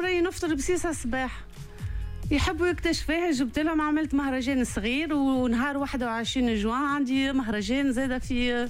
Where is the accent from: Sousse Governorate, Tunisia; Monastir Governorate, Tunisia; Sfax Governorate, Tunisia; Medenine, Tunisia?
Monastir Governorate, Tunisia; Lamta; now in Paris, France; باش نحكي لكم على مدينتي. مدينتي مدينة ياسر مزيانة، تمتاز بالنسيج.